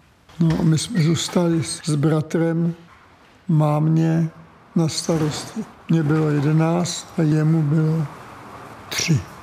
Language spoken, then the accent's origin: Czech; Rožmitál pod Třemšínem, Central Bohemian Region, Czechia; also born or lived in Prague; Já jsem se narodil v Praze a táta těžce onemocněl, doktor řekl, musíte na domácí stravu. Tak jsme se přestěhovali k jeho rodičům tady na Drožmitál, na pokraj Brd, a tam jsem prožil svoje nejlepší mládí.